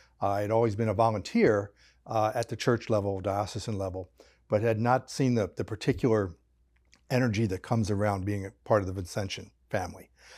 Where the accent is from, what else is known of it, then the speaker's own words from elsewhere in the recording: Washington, Maryland, United States; I grew up in Washington, D.C. in the Maryland suburbs.